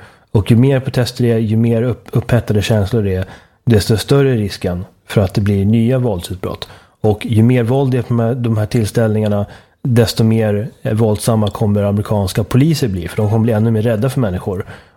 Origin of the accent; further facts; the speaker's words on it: Uppsala, Uppsala County, Sweden; Ja, en väldigt intressant kulturstrid från min hemstad. Min hemstad som blir svårare och svårare att känna stolthet och kärlek inför.